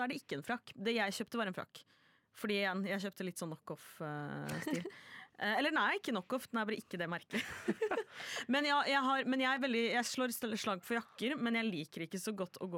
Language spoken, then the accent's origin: Norwegian; Oslo, Norway